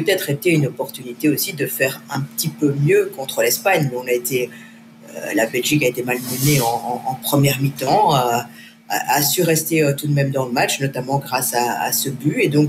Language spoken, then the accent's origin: French; France; accent: French; elles aimaient bien mon accent français.